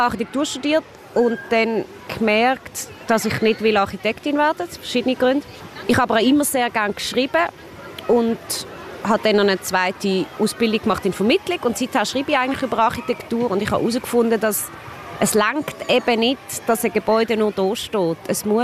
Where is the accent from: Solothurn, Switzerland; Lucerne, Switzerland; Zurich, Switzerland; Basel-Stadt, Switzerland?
Basel-Stadt, Switzerland; Basel; Ich bin in Basel aufgewachsen, am Rhein.